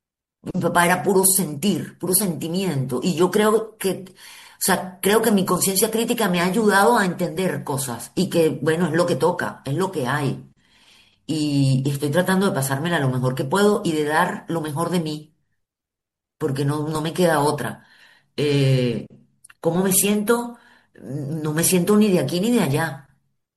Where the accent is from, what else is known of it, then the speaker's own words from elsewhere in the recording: Venezuela; moved away as an adult; now in Marseille, France; asumiendo que soy una inmigrante y que soy sobre todo venezolana.